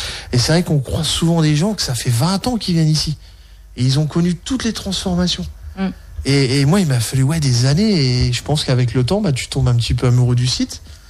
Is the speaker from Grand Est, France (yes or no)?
yes; Champ-le-Bœuf, Grand Est, France; moi j'ai grandi au Champ de Bœuf, donc c'est chez moi.